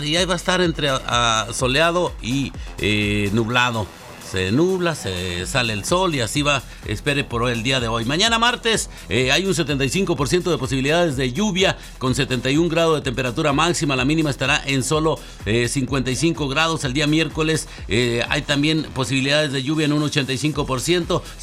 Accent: Mexico; now in Grand Rapids, United States; ya sabes cómo somos los mexicanos

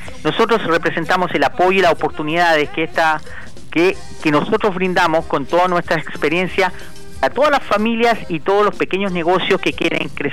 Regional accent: Chile; moved away as an adult; now in United States; Yo soy inmigrante también, vengo de Chile. Uh-huh. Llegué aquí a los 18 años

